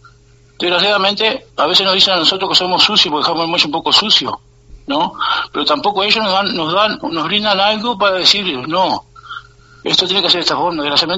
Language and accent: Spanish; La Paloma, Rocha, Uruguay; yo que vivo en La Paloma toda la vida